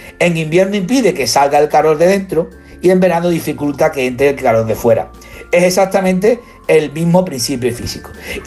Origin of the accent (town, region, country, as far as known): Seville, Andalusia, Spain